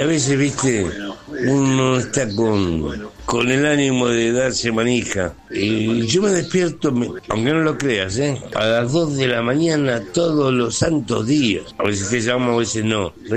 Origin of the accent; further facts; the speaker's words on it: Avellaneda, Buenos Aires Province, Argentina; yo soy de Avellaneda